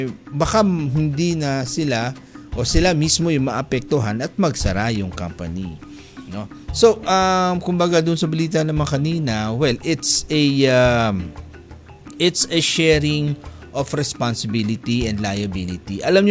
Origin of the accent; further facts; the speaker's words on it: Marawi, Bangsamoro, Philippines; sa amin sa Marawi, eh, isa talaga yan sa talagang damang-dama namin because we are the one who generates, or yung lake namin generates electricity that powers 75% of Mindanao